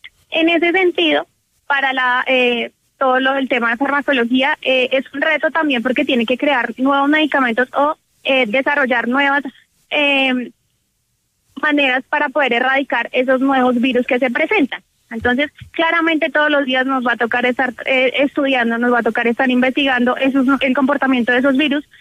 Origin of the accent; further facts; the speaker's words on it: Colombia; Lo que pasa es que nosotros como colombianos